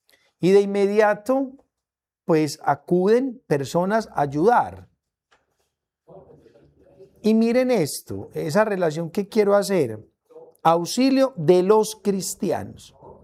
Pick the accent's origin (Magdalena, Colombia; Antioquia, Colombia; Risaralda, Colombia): Antioquia, Colombia; Sabaneta; Yo que soy de Sabaneta, nacido, criado en Sabaneta